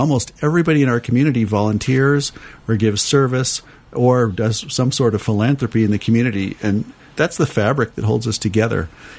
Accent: Aspen, Colorado, United States; growing up in Aspen

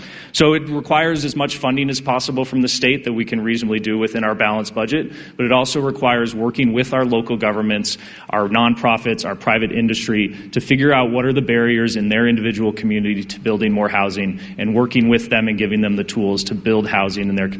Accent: Routt County, Colorado, United States; I grew up here in this district. I grew up in Rout County.

